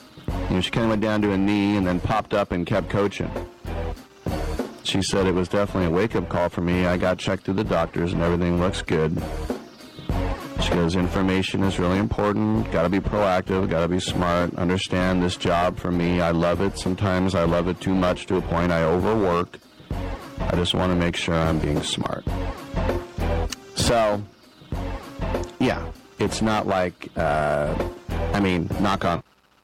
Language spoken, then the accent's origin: English; California, United States; I'm from the Bay Area.